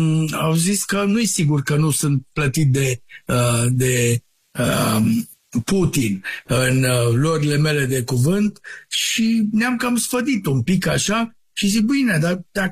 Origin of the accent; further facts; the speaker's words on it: Banat, Romania; Evident, ca bănățean nu pot să fiu decât subiectiv